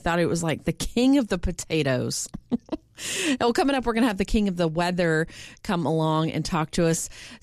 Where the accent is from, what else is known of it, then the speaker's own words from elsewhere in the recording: Southern United States, United States; as a Southerner, the sweet potato is my favorite potato.